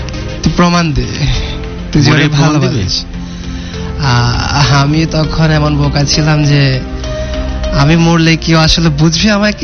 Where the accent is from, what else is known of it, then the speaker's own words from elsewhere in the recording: Chauddagram, Chittagong Division, Bangladesh; also born or lived in Qatar; আমার জন্ম হচ্ছে কুমিল্লা চৌদ্দগ্রামে। আমি বড় হয়েছি গ্রামে, আমার এসএসসি এসএসসি কমপ্লিট করা হয়েছে গ্রামে, তারপরে অ্যাব্রোডে যাওয়া, তারপরে অ্যাব্রোড থেকে আসা।